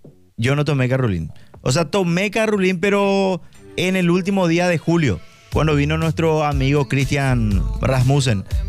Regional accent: Paraguay; nos coticemos más como paraguayos.

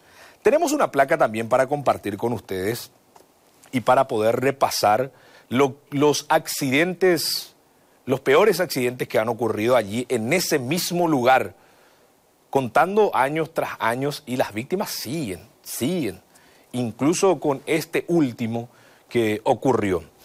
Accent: Pirayú, Paraguarí, Paraguay; como soy de Pirayú también, conozco el pesar de la población, específicamente de la compañía Pedroso.

